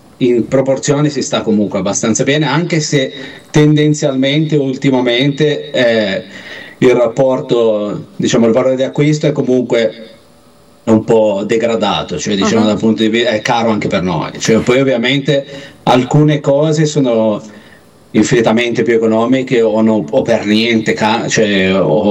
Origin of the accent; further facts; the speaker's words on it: Liguria, Italy; moved away as an adult; now in Iceland; i miei monti, io sono dell'Alta Val Polcevera